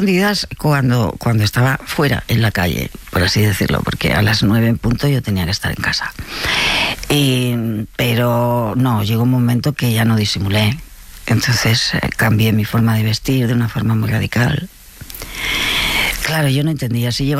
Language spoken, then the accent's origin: Spanish; Barcelona, Catalonia, Spain; Uy, imagínate que yo soy de Barcelona y el primer acuario de España lo fundó mi abuelo.